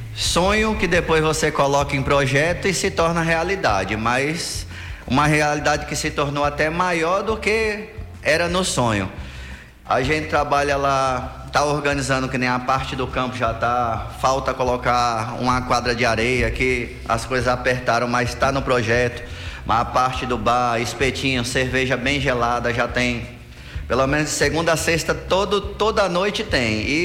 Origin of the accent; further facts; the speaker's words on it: São Paulo, Brazil; now in Ceará, Brazil; Eu sou mesmo, sou paulista, o paulistano lá da capital, da periferia mesmo.